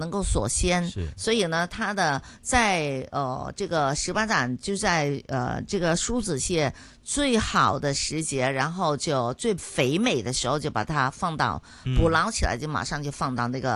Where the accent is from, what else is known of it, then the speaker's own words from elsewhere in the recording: Chaozhou, Guangdong, China; 杨师傅也是我们潮州人呢